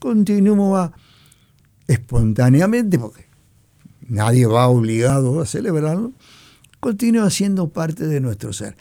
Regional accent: Uruguay; hay algo que me irrita como uruguayo

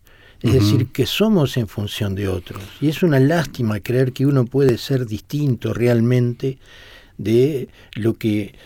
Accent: Montevideo, Uruguay; born or raised there

